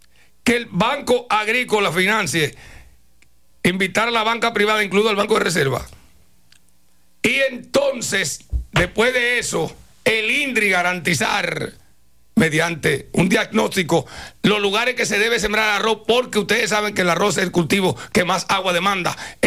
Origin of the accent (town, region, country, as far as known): Dominican Republic